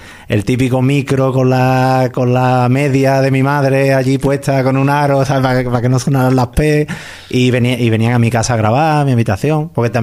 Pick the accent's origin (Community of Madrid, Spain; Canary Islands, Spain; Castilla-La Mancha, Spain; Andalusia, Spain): Andalusia, Spain; Alcalá de Guadaíra; yo soy de Alcalá de Guadaira.